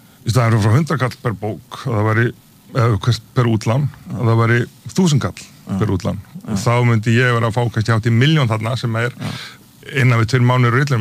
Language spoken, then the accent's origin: Icelandic; United Kingdom; also born or lived in Norway; þá hérna ólst ég upp í Bretland og Noregi sem að hérna sem nú kannski ekki mjög langt í burtu